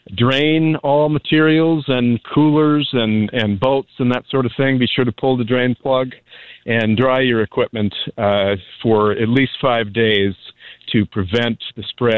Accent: Minneapolis–Saint Paul, Minnesota, United States; now in northwest Iowa, United States; I'm from the Twin Cities in Minnesota

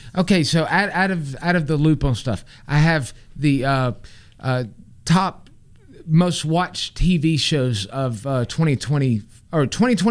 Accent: Texas, United States; I'm we from Texas.

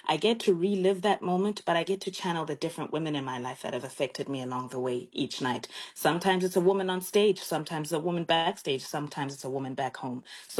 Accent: South Africa; first language Xhosa; English is a second language; So I speak, my native language is Xhosa, the same language that was spoken by Nelson Mandela … …

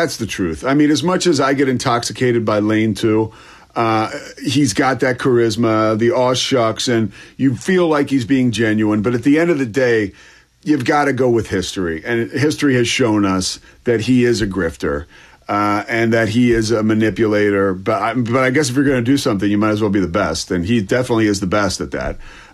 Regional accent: Philadelphia, Pennsylvania, United States; I grew up in Philly

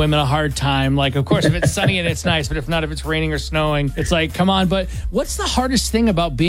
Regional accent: Howell, Michigan, United States; moved away as an adult; now in Grand Rapids, United States; I grew up originally in Howell, so like kind of in the middle of the state, like east of Lansing. And when I moved out to Grand Rapids for the first time, I think it was 2007.

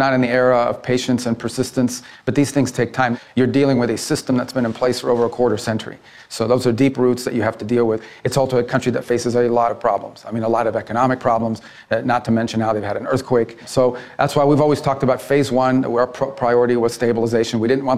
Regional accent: Miami, Florida, United States; Put aside for a moment my history, the fact that I'm Cuban-American, the fact that I grew up in Miami.

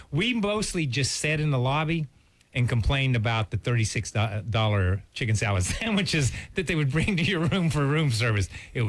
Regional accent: the South, United States; she doesn't speak English either because we're from the South.

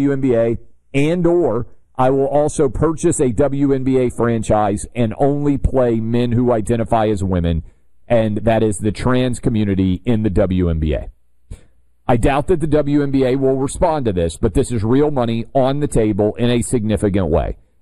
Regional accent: Nashville, Tennessee, United States; born or raised there

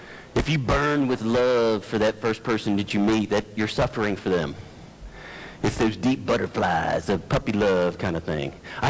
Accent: United States; we're American.

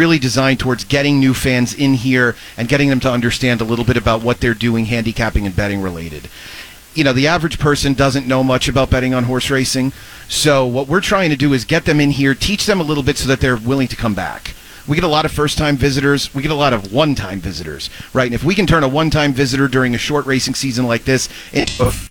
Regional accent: Houston, Texas, United States; I'm from Houston.

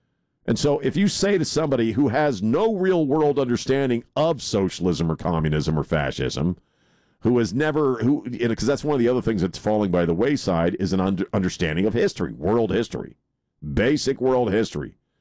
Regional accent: Maryland, United States; I grew up in Maryland, which is one of the most liberal states in the country, and it certainly was then, too.

